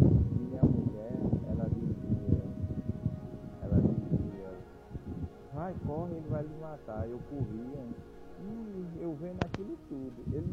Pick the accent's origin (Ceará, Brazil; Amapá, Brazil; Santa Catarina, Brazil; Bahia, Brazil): Bahia, Brazil; Rapaz, de graça. Eu tive um sonho, eu sou aqui da Bahia.